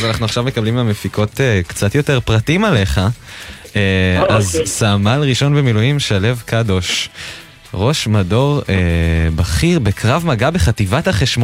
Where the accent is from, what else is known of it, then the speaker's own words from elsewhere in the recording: Jerusalem, Jerusalem District, Israel; born there; מעל פסגת הר הצופים היפהפה, שם נולדתי לי